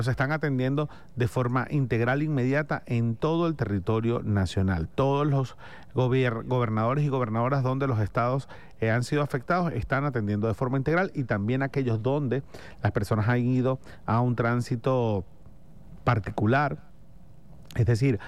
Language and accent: Spanish; Venezuela; somos todos, venezolanos, venezolanas, los caraqueños, los guaireños, los maracuchos, los aragüeños